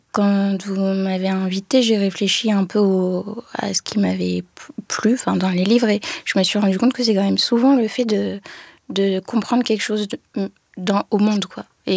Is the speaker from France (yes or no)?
yes; France; ma mère nous lisait beaucoup de livres, elle voulait absolument qu'on parle anglais, donc vu qu'on était en France, de garder ce rapport à la langue maternelle.